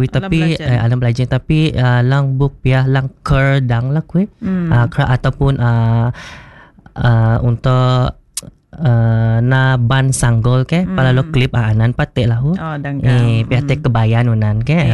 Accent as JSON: {"language": "Malay", "town": "Marudi", "region": "Sarawak", "country": "Malaysia", "said": "Aku asal dari Marudi Long Ati Baram."}